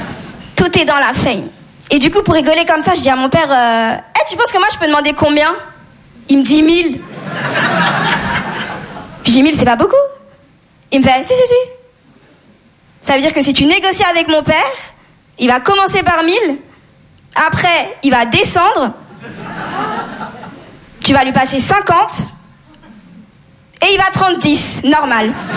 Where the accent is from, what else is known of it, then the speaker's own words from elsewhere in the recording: Comoros; also born or lived in Mayotte / Madagascar; Je suis comorienne mauraise malgache. C'est des îles dans l'océan Indien. Ce qui explique mon teint aussi.